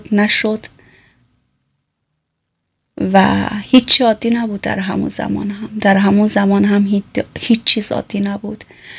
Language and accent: Persian; Iran; born there; من حالا به نوعی چون در ایران متولد شدم، ادبیات بسیار غنی فارسی ایران رو دارم